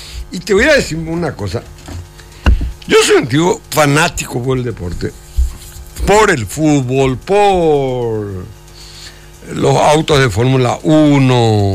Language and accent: Spanish; Paraguay; como cualquier paraguayo que tiene este servicio.